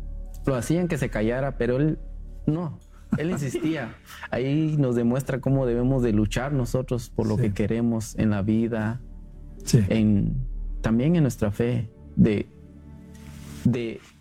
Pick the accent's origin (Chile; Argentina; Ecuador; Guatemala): Guatemala; soy de Guatemala